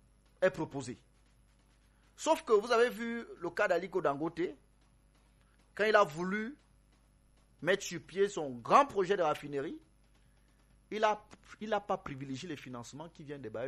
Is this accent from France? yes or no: no; Cameroon; chez nous, au Cameroun